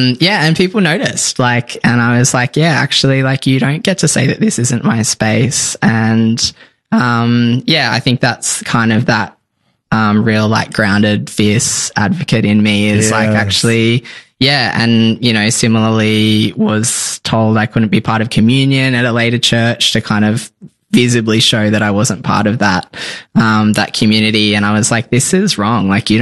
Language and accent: English; Tamworth, New South Wales, Australia; so I grew up in Tamworth, a country town in New South Wales, country music capital of Australia.